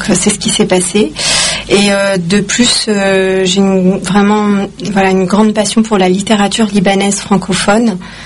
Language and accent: French; Tunis, Tunis Governorate, Tunisia; born there; Alors oui, parce que je suis née à Tunis, ma mère voulait aussi que, mes parents s'étaient mis d'accord sur le fait que j'aurais un prénom tunisien.